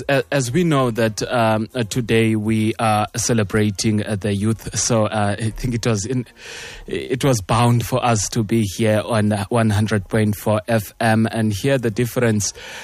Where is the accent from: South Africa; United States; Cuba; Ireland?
South Africa; as a South African young person